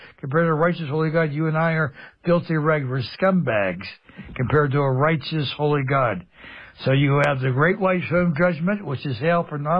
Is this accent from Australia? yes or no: no; Pennsylvania, United States; when I was growing up in Mercer County, we had a lot more than 180,000 people, 120,000, 130,000 people.